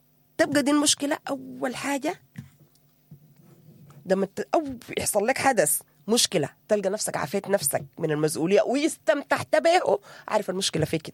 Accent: Sudan; ونحن في السودان فقدنا بيوتنا

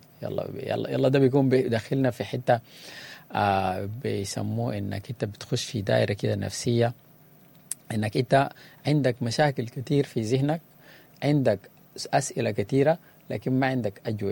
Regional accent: Sudan; هو ده من أكتر الحاجات أن إحنا كشعب سوداني يعني على مر التاريخ

